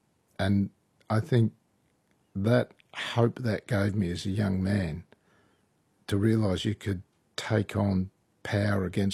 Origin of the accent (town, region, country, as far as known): Tasmania, Australia